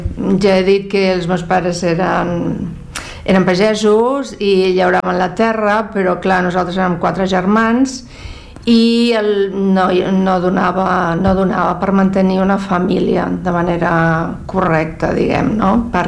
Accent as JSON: {"language": "Catalan", "region": "Castile and León", "country": "Spain", "tie": "born there", "said": "Sí, és un poble de muntanya, està a la Sierra de la Demanda, a Burgos, tocant amb Sòria i La Rioja, i és un poble molt petitonet, de muntanya"}